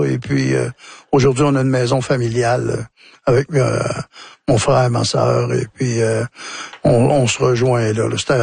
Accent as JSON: {"language": "French", "town": "Trois-Rivières", "region": "Quebec", "country": "Canada", "tie": "born there", "said": "Je suis né à Trois-Rivières, mais on passait nos étés, tous nos étés le long de la rivière."}